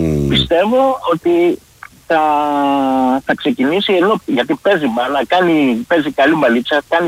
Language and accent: Greek; Kalamata, Peloponnese, Greece; Είμαι Ολυμπιακός, η καρδιά μου όμως εδώ. Είμαι Καλαμάτα. Το λέω δηλαδή, αγαπάω πολύ τον τόπο μου.